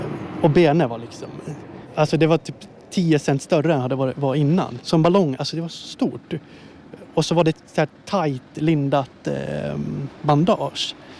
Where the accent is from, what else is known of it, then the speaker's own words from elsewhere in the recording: Åland Islands; moved away as an adult; now in Stockholm, Sweden; Ända sedan jag spelade fotboll hemma på Åland.